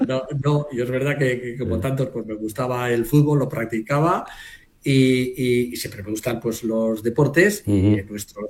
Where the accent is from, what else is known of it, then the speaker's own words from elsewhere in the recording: Aragon, Spain; also born or lived in Huesca; now in Zaragoza, Spain; desde pequeño, como un aragonés de un pueblo pequeñito